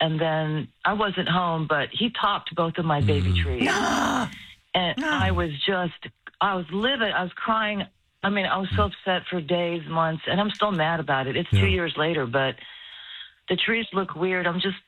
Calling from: San Antonio, Texas, United States

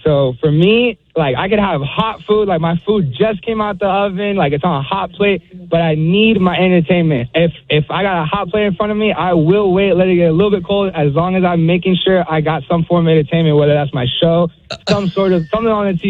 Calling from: Camarillo, California, United States; I'm calling from Camarillo.

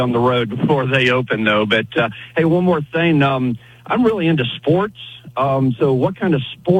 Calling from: Sheridan, Wyoming, United States; Hey, I just want to let you know I'm calling from Sheridan, Wyoming this morning.

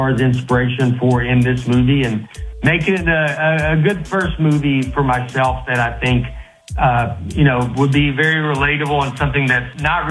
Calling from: Nashville, Tennessee, United States; I'm in Nashville.

